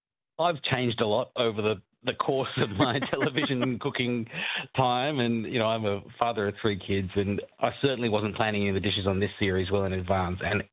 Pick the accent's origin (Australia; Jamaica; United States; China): Australia; because Mexican food that we grew up with in Australia is not actually Mexican.